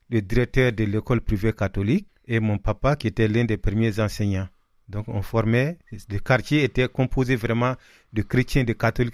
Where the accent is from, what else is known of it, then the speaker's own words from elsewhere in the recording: Mopti, Mali; moved away as an adult; now in Montpellier, France; je viens du diocèse de Mopti au Mali. Je suis de l'ordination 1995, je viens d'une famille chrétienne et nous sommes 6 enfants en vie actuellement.